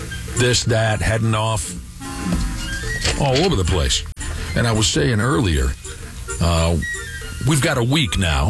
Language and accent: English; Wayzata, Minnesota, United States; the annual town party in my hometown of Wayzata.